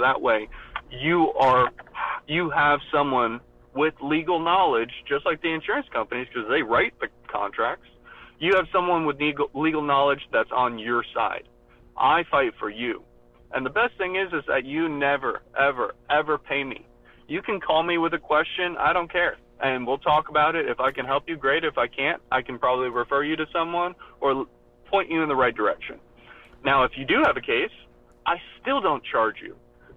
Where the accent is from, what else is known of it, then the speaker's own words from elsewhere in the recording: Hobe Sound, Florida, United States; We grew up playing basketball in Hope Sound, all around Florida, Miami, went to Florida State and FSU in Tallahassee. This state is our home.